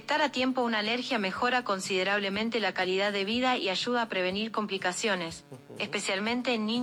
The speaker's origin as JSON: {"language": "Spanish", "country": "Argentina", "lives_now": "Mexico", "said": "la argentina más mexicana."}